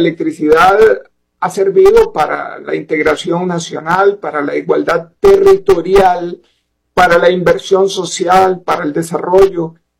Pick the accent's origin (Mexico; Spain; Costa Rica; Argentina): Costa Rica